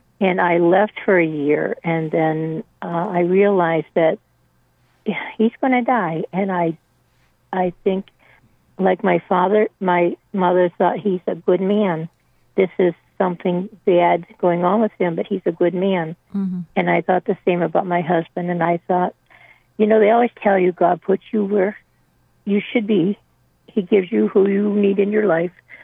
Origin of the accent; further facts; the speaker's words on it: Pennsylvania, United States; born there; I heard the caller say she was from Pennsylvania. I was born also in Pennsylvania.